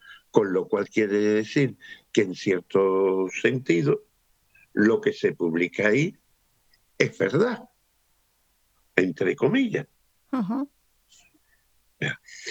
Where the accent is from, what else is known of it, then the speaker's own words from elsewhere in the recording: Cádiz, Andalusia, Spain; now in Chiclana de la Frontera, Spain; Yo vivo, soy de Cádiz, pero vivo en Chiclana, al lado está Conil, después Vejer y Barbate.